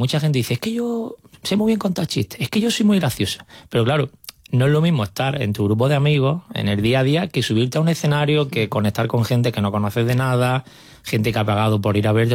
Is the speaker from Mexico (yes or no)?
no; Almería, Andalusia, Spain; Y a mí también me encanta Almería, actuar en Almería. Aunque sea mi tierra, como juego en casa, me gusta mucho.